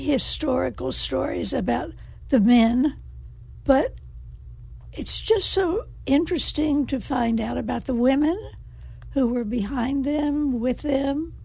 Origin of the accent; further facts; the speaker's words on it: the South, United States; accent: southern; now in Salem, United States; My southern accent certainly comes through.